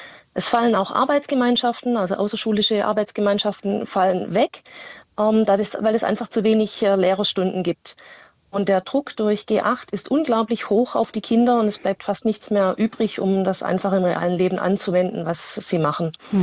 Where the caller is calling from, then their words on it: Baden-Württemberg, Germany; ich komme aus Baden-Württemberg.